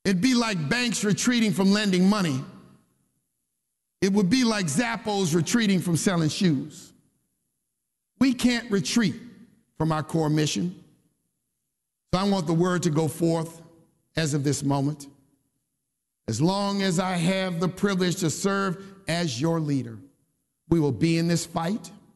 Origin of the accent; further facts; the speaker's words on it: United States; I was born in a segregated hospital, and I grew up as a boy in a segregated city, one that was more than 40% black